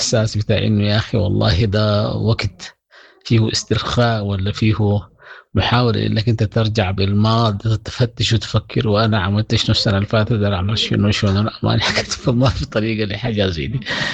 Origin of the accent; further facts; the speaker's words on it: Sudan; now in Kigali, Rwanda; النظام طبعا مختلف عندنا في السودان، نحن هناك الشغل مجهودات فردية والناس بتطبخ براها وفي البيوت وكده